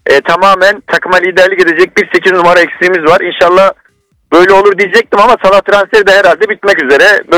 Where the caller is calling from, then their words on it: Trabzon, Turkey; Trabzon'dan arıyorum.